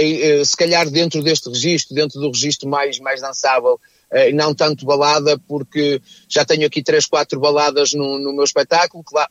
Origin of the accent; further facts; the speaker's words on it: Paredes, Norte, Portugal; eu sou de Paredes, como o auditório sabe